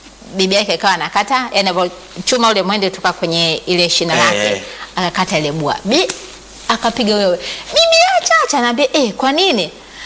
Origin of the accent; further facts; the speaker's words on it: Mbeya, Tanzania; kule kwetu Mbeya